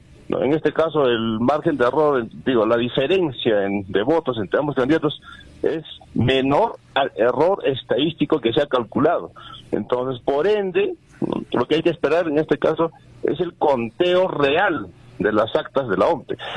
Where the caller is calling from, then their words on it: Juliaca, Puno, Peru; desde Juliaca.